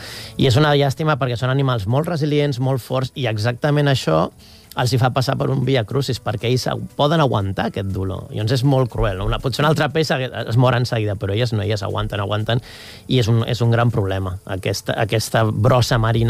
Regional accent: Catalonia, Spain; jo que sóc del Maresme

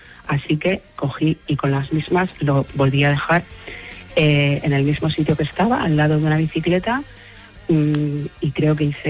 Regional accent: Spain; Y yo, como soy española, pues me agaché a cogerla.

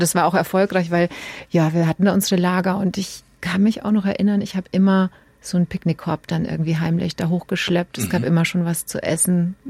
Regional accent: Gößweinstein, Bavaria, Germany; ich bin in Gößweinstein aufgewachsen, das ist in der Fränkischen Schweiz, so in diesem, ja, die Gößweinsteiner sagen, im Herzen der Fränkischen Schweiz.

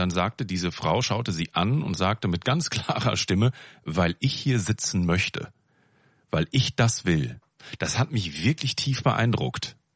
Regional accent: Lower Saxony, Germany; So etwa bei uns in Südoldenburg nannte man diese Gruppierung häufig die Nicht-Sesshaften.

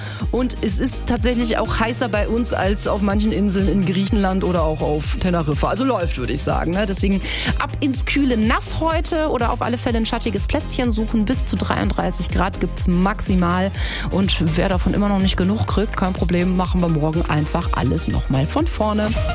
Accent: Hesse, Germany; Sommerwetter Ende Mai bei uns zu Hause in Hessen.

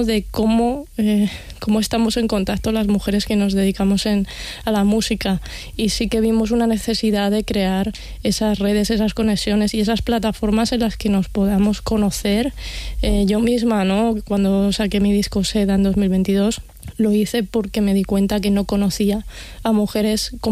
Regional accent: Castilla-La Mancha, Spain; yo soy de Castilla-La Mancha

